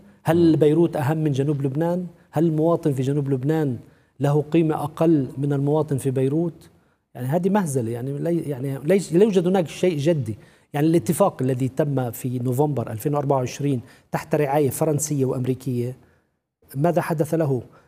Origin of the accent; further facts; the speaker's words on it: Palestine; تمنينا كفلسطينيين